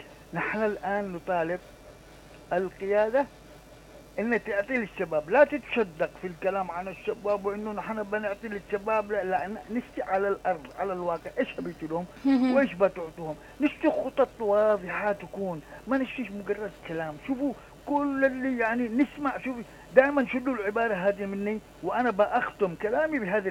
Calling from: Yemen

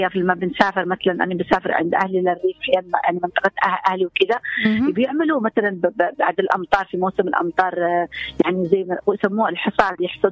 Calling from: Aden, Yemen

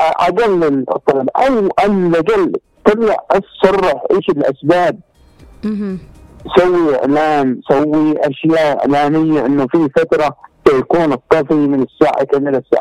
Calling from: Hadramaut, Yemen; من حضرموت.

